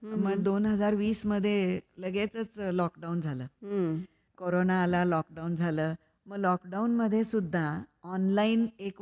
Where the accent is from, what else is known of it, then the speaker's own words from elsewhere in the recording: Wathar, Maharashtra, India; आणि वाठार म्हणून साताऱ्याच्या इथं आमचं एक गाव आहे, ते माझं माहेर आहे.